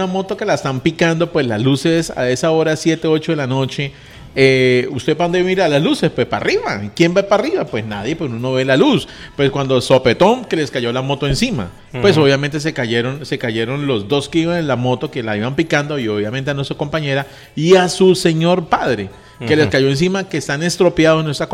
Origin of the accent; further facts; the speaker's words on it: Colombia; porque somos colombianos. Bueno, a mucho honor.